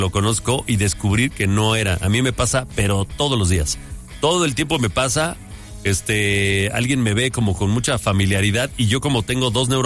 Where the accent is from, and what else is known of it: Guadalajara, Jalisco, Mexico